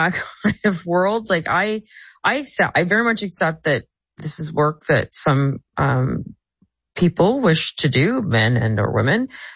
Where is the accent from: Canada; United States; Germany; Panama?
Canada; Windsor, Ontario; growing up in Windsor, there's something called the Windsor Ballet, and a lot of Americans would come across with the expectation of going to those places.